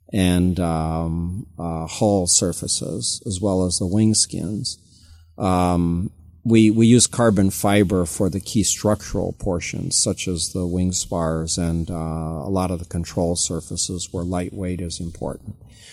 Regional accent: Billings, Montana, United States; We're working with Aerotronics on the avionics in Billings, Montana, and I'm from Billings, Montana, so they're almost part of the family as far as I'm concerned.

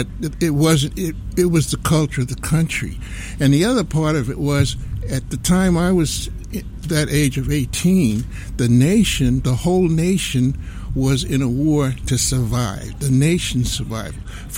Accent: New Jersey, United States; I was brought up in New Jersey

